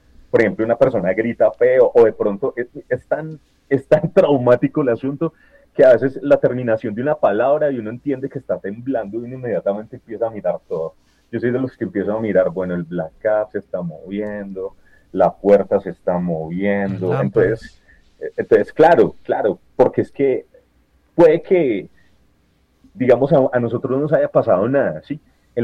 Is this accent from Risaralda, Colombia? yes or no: yes; Pereira, Risaralda, Colombia; moved away as an adult; now in Bogotá, Colombia; ¿Cómo se puede sentir uno como pereirano? Ver la ciudad donde uno nació, creció, bueno, yo vivo en Bogotá, pero yo con mucha frecuencia vengo aquí a Pereira